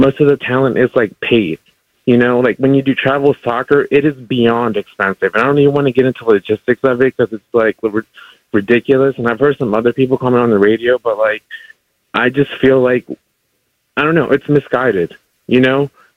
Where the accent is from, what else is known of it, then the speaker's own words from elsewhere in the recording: Mexico; now in Fredericksburg, United States; From Mexico.